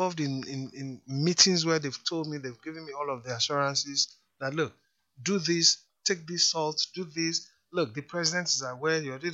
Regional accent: Kaduna, Kaduna State, Nigeria; born there; My dad had to slip my mom and I through the needle's eye to leave the north. Wow. I was born in Kaduna.

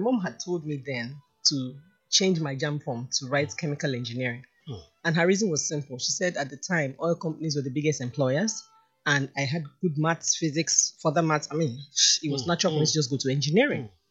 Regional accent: Edo, Nigeria; I'm from Edo State, catchment area.

